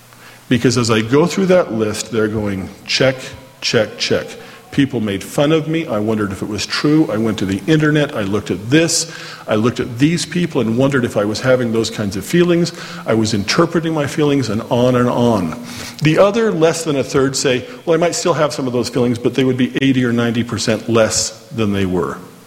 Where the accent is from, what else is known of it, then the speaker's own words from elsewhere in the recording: Orem, Utah, United States; and I grew up here in Orm, so I know it was just a little bit south of there, right about in there. That's where we live.